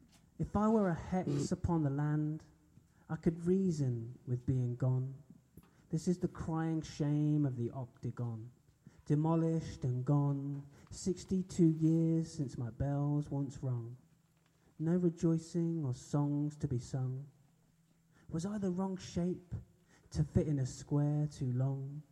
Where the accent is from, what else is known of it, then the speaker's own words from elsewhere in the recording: East of England, United Kingdom; I grew up in Norfolk, on the Norfolk-Cambridge border, and I'm the youngest of seven, and my brothers and sisters all went to a grammar school in a place called Wisbeach, small little place.